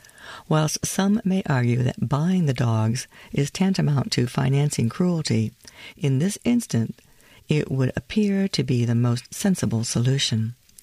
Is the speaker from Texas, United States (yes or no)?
no; New York City, New York, United States; also born or lived in Oregon; Although I was born in Oregon, my family spent 5 of my formative years in New York City, where my father attended university.